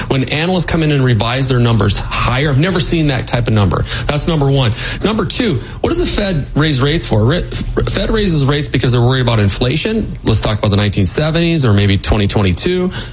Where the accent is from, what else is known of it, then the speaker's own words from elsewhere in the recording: Minnesota, United States; remind everybody that I was born and raised in Minnesota. We have PTSD with respect to every single sport. This is classic Minnesota sports.